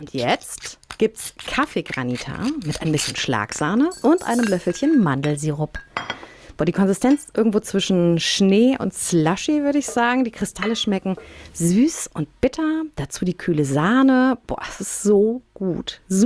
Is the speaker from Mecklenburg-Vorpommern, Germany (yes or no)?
no; North Rhine-Westphalia, Germany; So klang er zumindest in meiner Kindheit am Niederrhein.